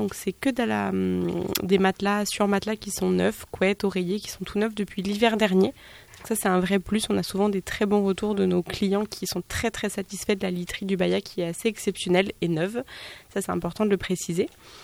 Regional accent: Les Sables-d'Olonne, Pays de la Loire, France; moved away as an adult; Je suis vendéenne, donc des Sables d'Olonne. Mm-hmm. Et je suis arrivée dans la région il y a une dizaine d'années maintenant.

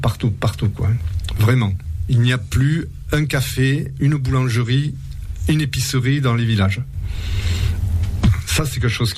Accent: France; j'ai dit non, je suis français, mais moi je parle la langue d'ici.

